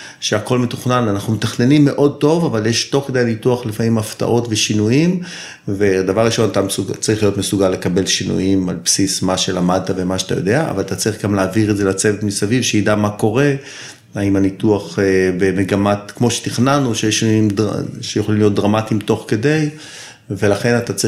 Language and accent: Hebrew; Tel Aviv, Tel Aviv District, Israel; now in Zikhron Ya'akov, Israel; אני תל אביבי במקור, גר היום בזיכון, בן 56, נשוי, אבא לשלוש בנות.